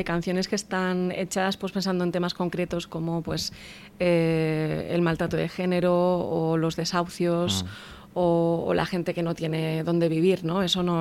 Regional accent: Balearic Islands, Spain; O sea, yo soy mallorquina, soy española y soy medio escocesa. O sea, para mí son 3 idiomas

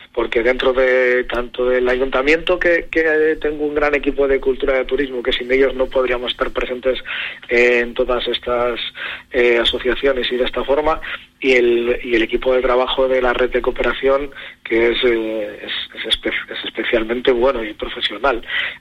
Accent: Valdestillas, Castile and León, Spain; Valdestillas, ¿no? Porque al final yo represento a mi pueblo.

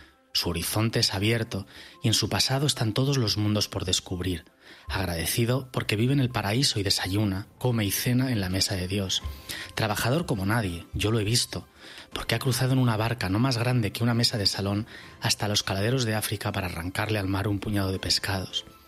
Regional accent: Canary Islands, Spain; Permíteme que hoy le dedique mi palabra de traficante a Canarias, mi tierra, y que en su nombre dé la bienvenida al Papa.

